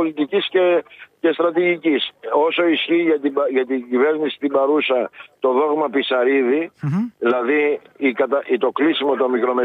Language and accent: Greek; Greece; εμείς ως Έλληνες